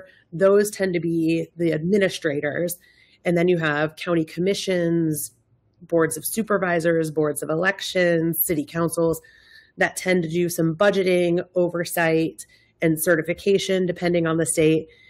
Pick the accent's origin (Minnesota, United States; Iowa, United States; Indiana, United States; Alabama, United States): Iowa, United States; Well, I'm from Iowa, and there is a town called Nevada.